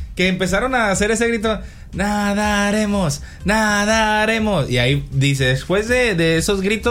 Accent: Mexico; Pues ya es como somos los mexicanos.

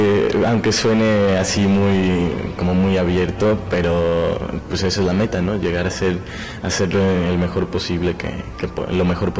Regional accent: Mexico; Pues poder ganar la medalla de oro ahí como mexicano, pues eso para mí fue algo increíble que nunca se me va a olvidar.

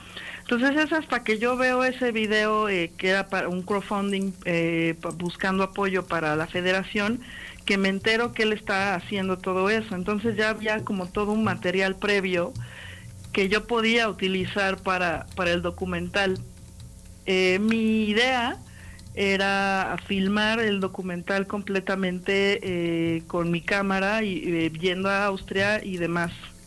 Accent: Mexico; Cómo somos los mexicanos, cómo nos ven a los mexicanos fuera de nuestro país.

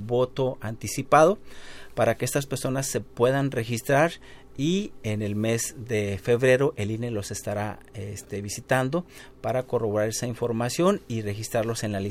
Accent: Mexico

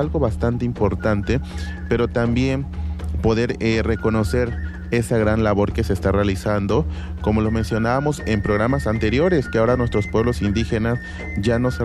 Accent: Mexico; a nosotros como mexicanos nos debe de llenar de orgullo

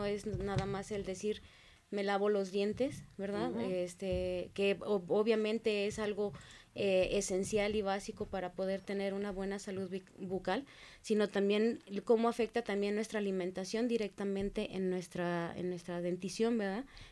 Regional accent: Zacatecas, Mexico; soy aquí de Zacatecas

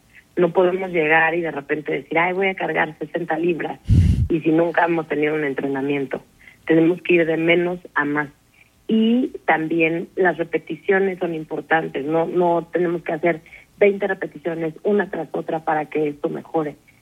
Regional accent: Mexico; Nosotros, luego como mexicanos, no tenemos una dieta tan alta en proteína

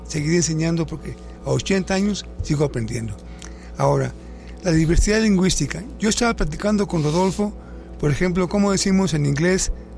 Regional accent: Mexico; also born or lived in Canada; Soy canadiense y soy mexicano, y estuve en Canadá un buen tiempo.

